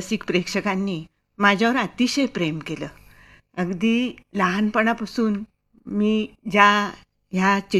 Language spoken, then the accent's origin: Marathi; Kolhapur, Maharashtra, India; also born or lived in Mumbai; माझं बालपण हे कोल्हापुरात गेलं, पण जन्म मात्र मुंबईचा.